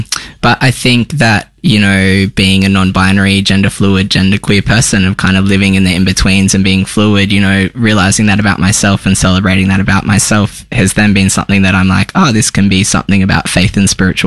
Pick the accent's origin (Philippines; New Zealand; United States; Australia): Australia; Tamworth, New South Wales; born or raised there; also born or lived in Sydney; now in Melbourne, Australia